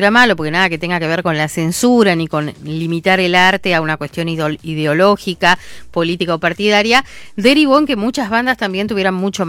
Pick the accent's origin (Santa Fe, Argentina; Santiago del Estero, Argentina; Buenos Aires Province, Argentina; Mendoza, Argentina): Buenos Aires Province, Argentina; Azul; born there; moved away; vivía en Azul, pero muy, muy chica